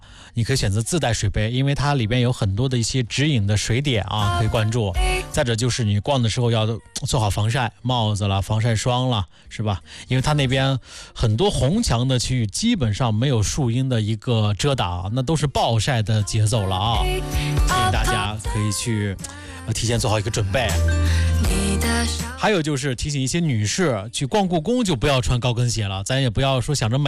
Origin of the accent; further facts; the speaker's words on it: Handan, Hebei, China; 也欢迎大家去到邯郸啊，我的家乡，去好好转一转看一看。